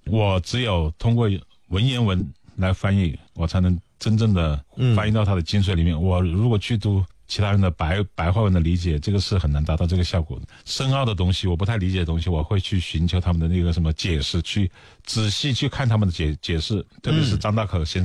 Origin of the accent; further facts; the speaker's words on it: Hunan, China; 我是一个湖南人啊